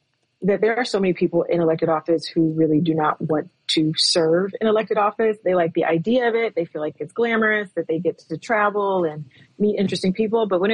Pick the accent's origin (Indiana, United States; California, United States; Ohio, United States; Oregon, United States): Ohio, United States; Akron; I am born and raised in Akron, Ohio.